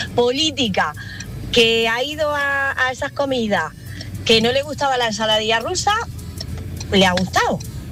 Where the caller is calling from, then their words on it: Macael, Andalusia, Spain; me llamo desde Almería, un pueblecito que se llama Macael.